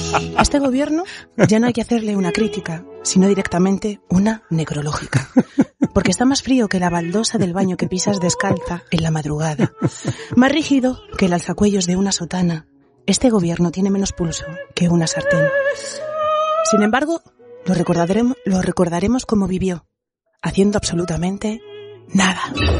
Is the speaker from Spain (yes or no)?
yes; Ourense, Galicia, Spain; Yo digo piscina de olas porque yo soy de Ourense y para mí las primeras olas reales fueron las olas artificiales de la piscina de Monterrey.